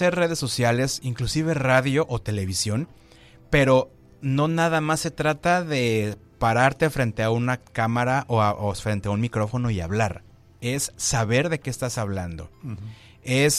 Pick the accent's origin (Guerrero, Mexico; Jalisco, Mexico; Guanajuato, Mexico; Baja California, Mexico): Baja California, Mexico; Tijuana; born there; accent: chilango; also born or lived in Mexico City